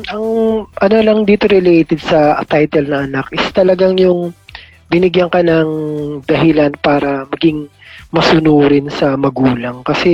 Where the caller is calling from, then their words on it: Meycauayan, Central Luzon, Philippines; at I'm from Mekawayan, Bulacan.